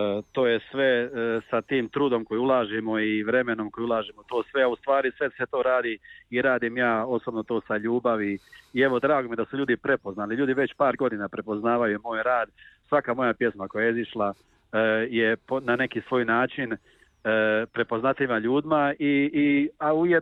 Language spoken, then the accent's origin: Croatian; Kotor Varoš, Republika Srpska, Bosnia & Herzegovina; moved away; Ja sam inače rodom iz Kotor Varoša, jedno od lijepog mjesta, svetišta našeg blažene Djevice Marije Sokolina